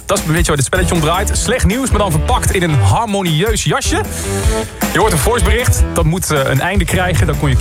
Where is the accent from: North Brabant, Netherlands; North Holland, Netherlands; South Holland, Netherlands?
North Brabant, Netherlands; Eindhoven; Ja, want ik kom uit Brabant en ik kom uit Eindhoven. Ja. En Bladel ligt niet zo gek ver van Eindhoven.